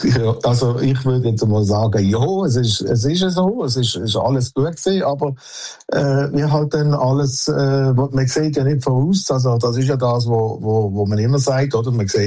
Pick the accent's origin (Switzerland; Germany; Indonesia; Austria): Switzerland; weil ich bin halt ein Schweizer, und ich wollte nicht aufgeben